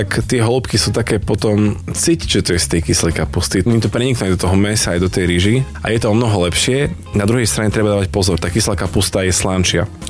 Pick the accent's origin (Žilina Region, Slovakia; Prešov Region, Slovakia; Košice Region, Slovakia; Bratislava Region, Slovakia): Prešov Region, Slovakia; Holčíkovce; u nás doma v Holčíkovce sa robia zo sladkej kapusty